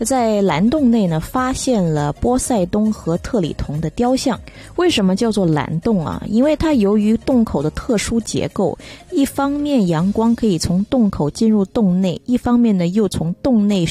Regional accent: China

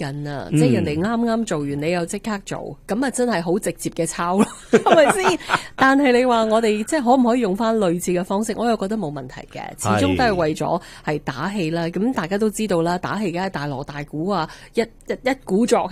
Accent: Canada; 我们加拿大人都是可以有创意的

